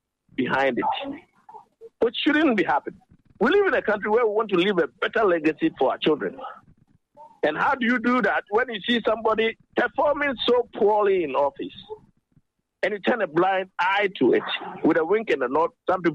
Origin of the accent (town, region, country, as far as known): Ghana